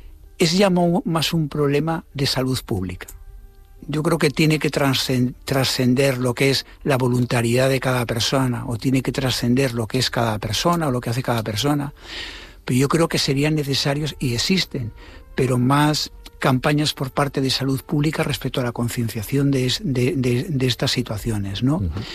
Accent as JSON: {"language": "Spanish", "region": "Canary Islands", "country": "Spain"}